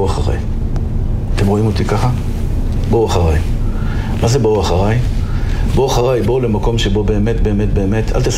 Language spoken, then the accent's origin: Hebrew; Tel Aviv, Tel Aviv District, Israel; אני גדלתי בשכונת התקווה. בשכונת התקווה לא היה תלמוד תורה, לכן שלחו אותי לבני ברק.